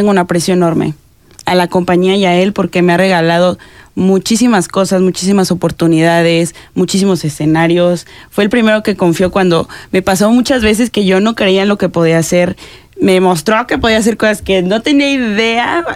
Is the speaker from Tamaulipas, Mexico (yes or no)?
yes; Tamaulipas, Mexico; now in Querétaro, Mexico; Yo soy de Tamaulipas.